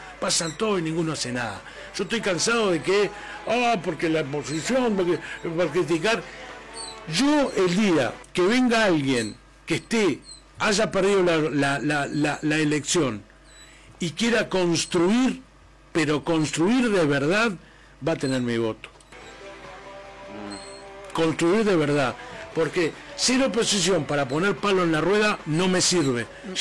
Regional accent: Uruguay; como uruguayo le digo, no como comunicador

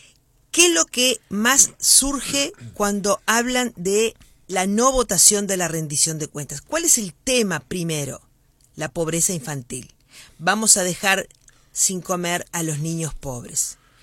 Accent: Montevideo, Uruguay; born there; moved away as an adult; now in Rivera, Uruguay; yo nací en Montevideo, toda mi familia es de Montevideo, pero hace 42 años que estoy acá.

